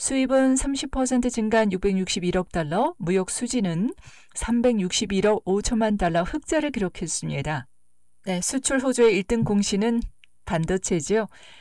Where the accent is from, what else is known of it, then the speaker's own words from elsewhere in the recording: South Korea; now in United States; 미국에 살고 있는 한국인으로서는